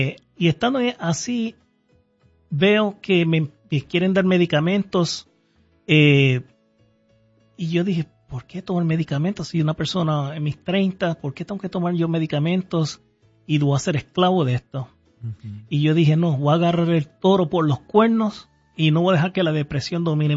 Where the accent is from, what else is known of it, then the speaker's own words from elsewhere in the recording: Puerto Rico; now in United States; En el 1998 salí de Puerto Rico a los Estados Unidos. Y mi hermana vivía en el estado de Minnesota, un par de horas de aquí.